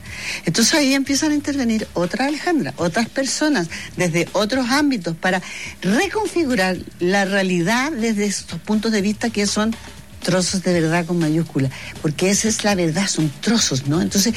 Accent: Chile; uno, como chileno, no conoce la historia

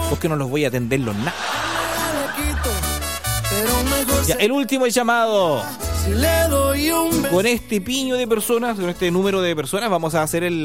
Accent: Colcura Valley, Biobío, Chile; Somos de la zona aquí, el Valle de Colcura.

